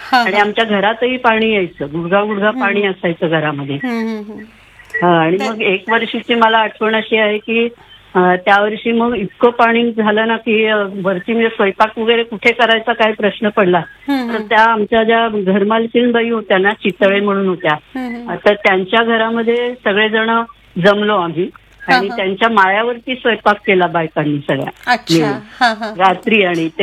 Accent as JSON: {"language": "Marathi", "town": "Chiplun", "region": "Maharashtra", "country": "India", "tie": "born or raised there", "moved": "yes", "lives_now": "Kharghar, India"}